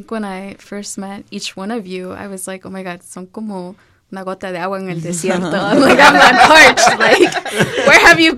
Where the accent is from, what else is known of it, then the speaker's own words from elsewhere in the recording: Chicago, Illinois, United States; Like, it wasn't, even though I grew up in Southside Chicago, around majority Mexican, love, shout out my Mexican friends, I love y'all.